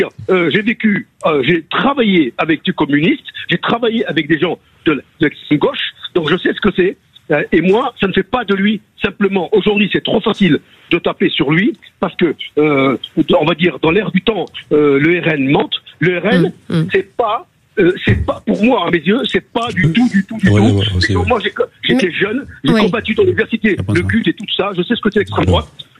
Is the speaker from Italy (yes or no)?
no; France; Écoutez, j'ai 72 ans, je suis français juif, j'ai 72 ans